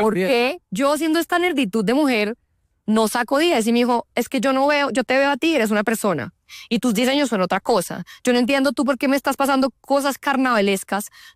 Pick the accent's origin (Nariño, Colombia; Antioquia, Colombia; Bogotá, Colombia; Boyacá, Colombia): Bogotá, Colombia; born there; yo pues soy andina, nací en Bogotá